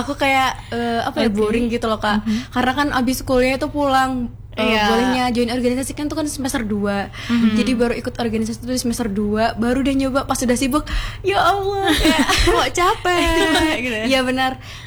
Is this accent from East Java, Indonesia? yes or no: yes; Trenggalek, East Java, Indonesia; moved away as an adult; now in Malang, Indonesia; aku asli Trenggalek.